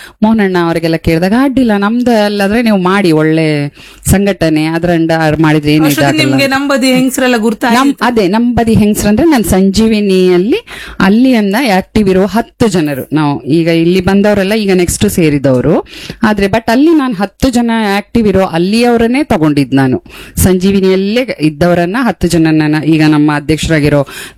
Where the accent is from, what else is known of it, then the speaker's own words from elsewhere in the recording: Raichur, Karnataka, India; now in Kota, India; ನಾವು ಮೂಲತಃ ಬೈಂದೂರವರು. ಹಾ, ನಾವು ಹುಟ್ಟಿ ಬೆಳೆದಿದ್ದೆಲ್ಲ ರಾಯಚೂರು, ಮದುವೆ ಆಗಿ ಬಂದಿದ್ ವಾಪಸ್ ಬೈಂದೂರ್ಗೆ, ಆಮೇಲೆ ಮತ್ತೆ ನಾವು ಇಲ್ಲೇ ಇದ್ದಿದ್ದೀಗ ಕೋಟಕ್ ಬಂದದ್ದು.